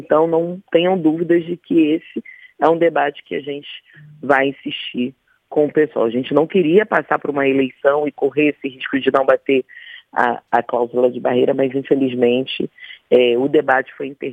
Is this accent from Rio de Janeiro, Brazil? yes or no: yes; Rio de Janeiro, Brazil; eu sou cria da Maré